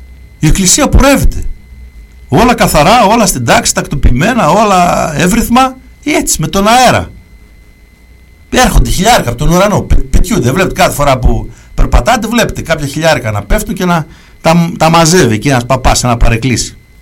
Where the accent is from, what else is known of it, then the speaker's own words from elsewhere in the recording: Thessaloniki, Central Macedonia, Greece; εκεί που μεγάλωσα Σαλονίκη, τα πρόλαβα εγώ.